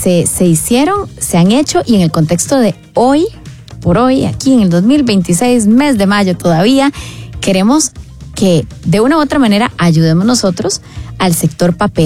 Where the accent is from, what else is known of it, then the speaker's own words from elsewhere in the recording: San Gabriel, San José, Costa Rica; Él es de mi tierra, él es de Acosta, yo soy de San Gabriel de Acerrí